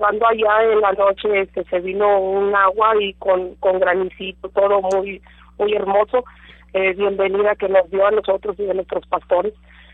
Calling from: Matamoros, Tamaulipas, Mexico; somos de aquí de Matamoros

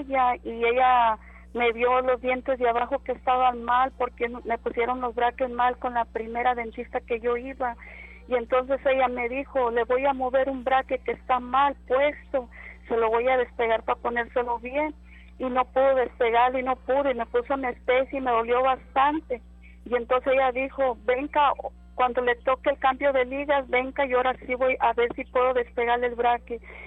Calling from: Matamoros, Tamaulipas, Mexico; De Matamoros

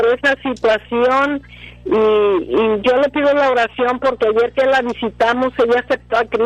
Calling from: Reynosa, Tamaulipas, Mexico; De Reynosa, Tamaulipas.

